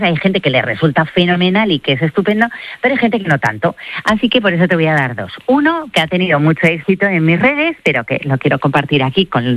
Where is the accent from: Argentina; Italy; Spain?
Spain